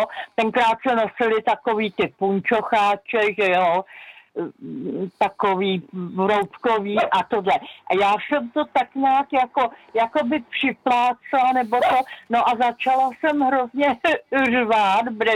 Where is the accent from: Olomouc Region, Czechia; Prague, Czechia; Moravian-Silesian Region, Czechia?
Prague, Czechia; já jsem původem z Prahy a bejvala jsem v Podolí na pokladně